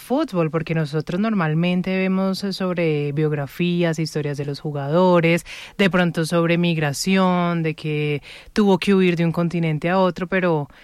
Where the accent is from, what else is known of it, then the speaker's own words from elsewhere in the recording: Colombia; nos une como colombianos